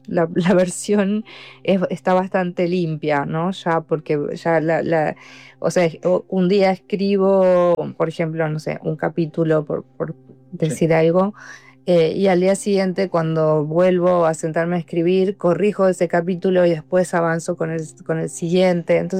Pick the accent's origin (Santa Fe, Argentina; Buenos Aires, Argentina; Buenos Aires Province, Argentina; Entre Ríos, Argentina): Entre Ríos, Argentina; la provincia de donde soy yo, de Entre Ríos